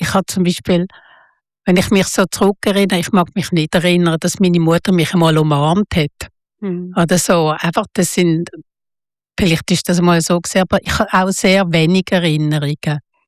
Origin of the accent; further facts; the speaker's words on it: Basel, Basel-Stadt, Switzerland; Das war so Jugendhauszeit und ich bin in Basel aufgewachsen, oder?